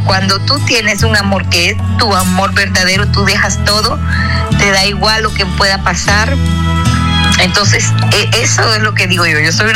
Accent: Honduras; moved away; Yo me vine de Honduras, me vine hace 17 años con una maleta, tenía mi vida hecha allá

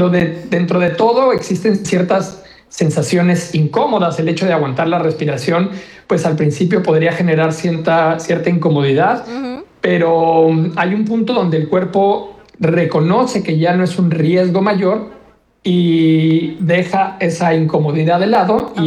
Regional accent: Mexico City, Mexico; moved away as an adult; now in Quintana Roo, Mexico; yo soy originario de Ciudad de México, pero llevo en Quintana Roo aproximadamente 16 años.

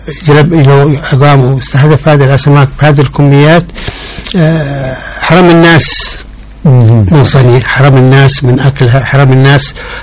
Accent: Hadramaut, Yemen; عندنا هاني في حضرموت

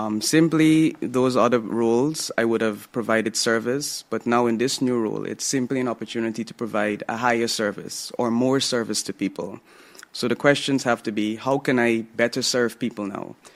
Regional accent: Demerara-Mahaica, Guyana; I'm from Commons Lodge

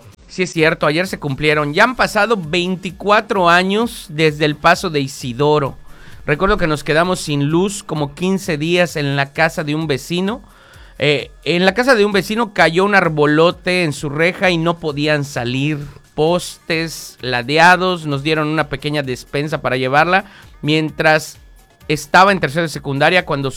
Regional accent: Yucatán, Mexico; los que somos yucatecos y hemos vivido acá

